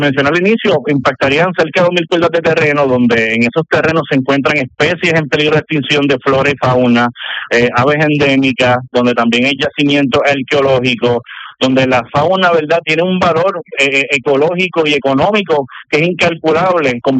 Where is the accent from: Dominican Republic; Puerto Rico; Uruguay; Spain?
Puerto Rico